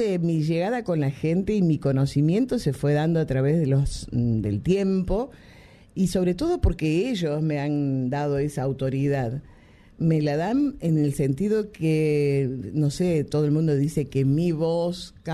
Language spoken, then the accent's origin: Spanish; Tucumán, Argentina; accent: Tucumán; Por ahí dice, ay, le salió el tucumano, porque yo la verdad es que no tengo en cuenta mucho ya la tonada.